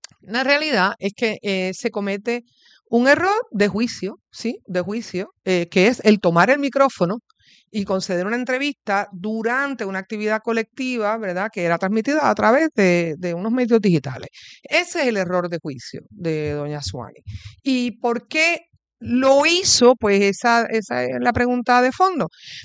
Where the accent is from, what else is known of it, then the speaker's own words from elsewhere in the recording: Puerto Rico; así que nada, como muchos puertorriqueños, me di dos copas y me cayeron mal.